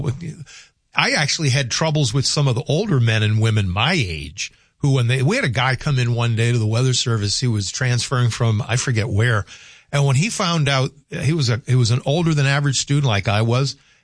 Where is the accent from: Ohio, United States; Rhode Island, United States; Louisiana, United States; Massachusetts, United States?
Louisiana, United States; I'm from Louisiana.